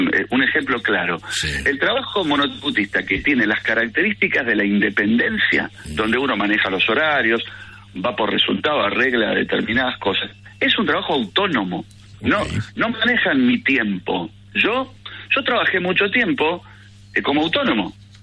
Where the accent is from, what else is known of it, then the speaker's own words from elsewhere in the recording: Argentina; tenemos que saber lo que tenemos como argentinos, tenemos que estar orgullosos de lo que tenemos como argentinos